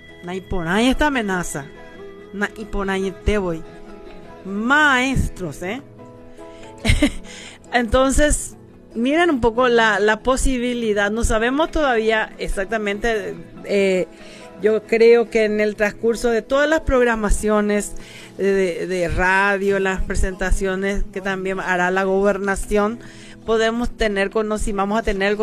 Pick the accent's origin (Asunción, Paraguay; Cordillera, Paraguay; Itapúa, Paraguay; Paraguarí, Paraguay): Paraguarí, Paraguay; Carapeguá; soy de aquella de tierra del jazmín y del trabajo. Yo soy carapegüeña.